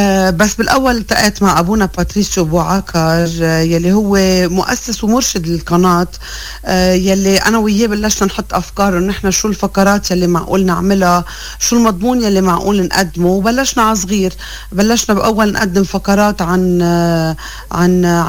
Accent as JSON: {"language": "Arabic", "country": "Lebanon", "moved": "yes", "lives_now": "Canada", "said": "انا ام لبنانية عايشة بكندا مع أولي، يعني عندي ولدين صغار، ومثل كل أم وكل بي وكل حدا مسيحي"}